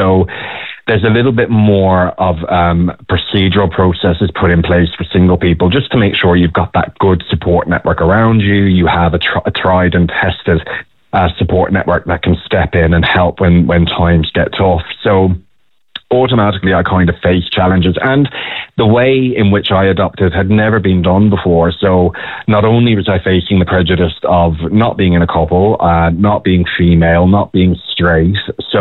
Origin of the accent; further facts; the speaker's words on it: Ireland; So growing up in Ireland as a closeted gay guy, I guess, way back when, I just came to terms with the fact that I'd never be a dad